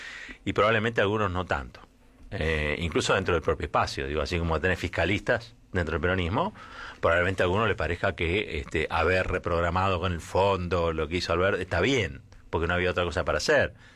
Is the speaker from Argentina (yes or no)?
yes; Argentina; somos Argentina